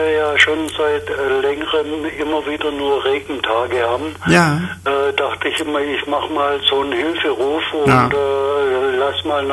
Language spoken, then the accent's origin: German; Swabia, Germany; born there; now in Solingen, Germany; Auch wenn ich ein gebürtiger Schwabe bin.